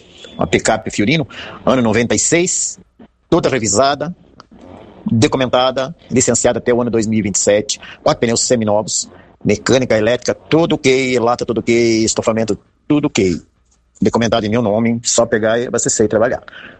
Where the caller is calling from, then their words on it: Clevelândia, Paraná, Brazil; eu sou de Clevelândia